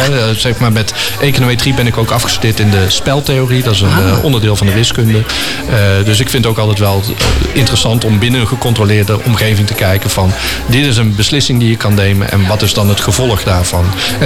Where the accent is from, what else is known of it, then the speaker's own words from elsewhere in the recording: Breda, North Brabant, Netherlands; accent: zachte tongval; moved away as an adult; also born or lived in Tilburg / Duivendrecht; now in Weesp, Netherlands; Geboren en getogen in Breda en later in Tilburg gaan studeren. En van Tilburg uiteindelijk naar deze regio verhuisd. Toen ik een jaar of 30 was. En toen zijn we hier eigenlijk om de hoek in Duivendrecht